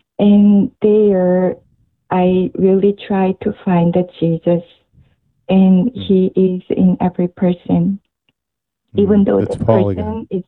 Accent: Daegu, South Korea; English is a second language; the children's gathering in the Focalari Movement that was happening in my hometown, Daegu.

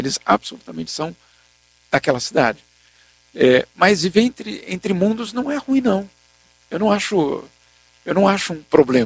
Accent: Brazil; moved away as an adult; now in Switzerland; eu sei que eu sou brasileiro. Eu só tenho passaporte brasileiro. Então eu tenho certeza que eu sou brasileiro. É, mas ao mesmo tempo eu tenho certeza que ao não morar no Brasil, eu perco muitas das gírias

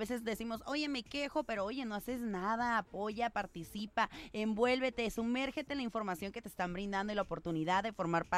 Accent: Mexico; nosotros los mexicanos nos volvemos a vestir más mexicanos.

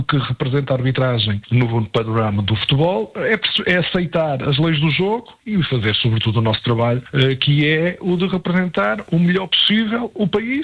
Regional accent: Portugal; e nós como portugueses sentimos-nos satisfeitos, orgulhosos

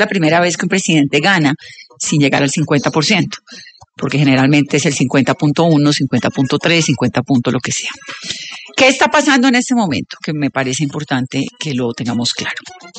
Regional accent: Cali, Valle del Cauca, Colombia; ¿Usted sabe el miedo que hay en Cali? Yo soy caleña.

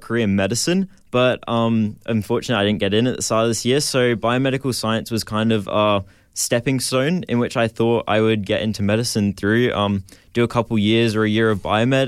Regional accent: Brisbane, Queensland, Australia; moved away as an adult; now in Darwin, Australia; I'm actually from Brisbane. So I moved up here at the start of this year.

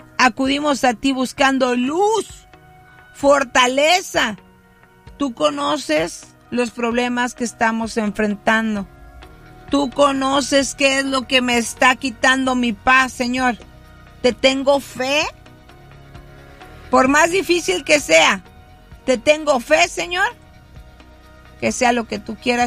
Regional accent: Mexico; Y la verdad, nosotros siempre nos unimos, los mexicanos, los hispanos, colombianos.

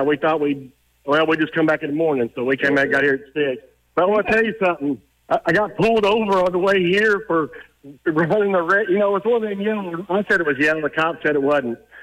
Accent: Denison, Indiana, United States; We're from Denison, Indiana. You know, up on the other side, about, I live 8 miles east of Boonville, Indiana.

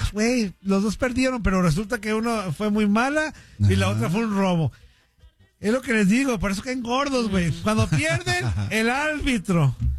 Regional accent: Argentina; Yo soy argentino.

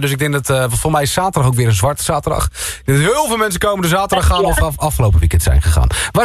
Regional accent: Netherlands; wij zijn Hollanders lieverd

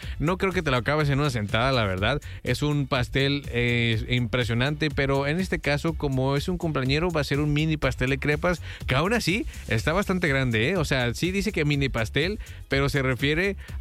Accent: Mexico; porque todo el mundo somos mexicanos, al menos la mayoría de las que estamos escuchando

